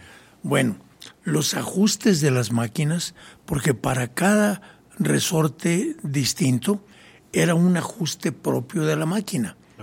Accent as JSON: {"language": "Spanish", "town": "Ojo Caliente", "region": "Zacatecas", "country": "Mexico", "tie": "born or raised there"}